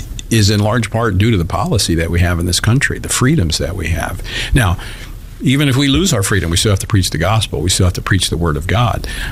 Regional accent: Louisiana, United States

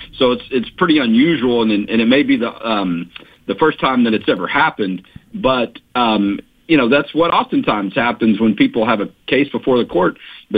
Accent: Texas, United States; For many years growing up in Texas, you think about the border and immigration, illegal aliens.

